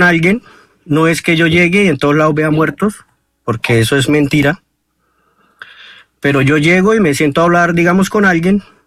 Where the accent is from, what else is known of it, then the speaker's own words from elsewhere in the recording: Bucaramanga, Santander, Colombia; pues yo soy de aquí, de Bucaramanga.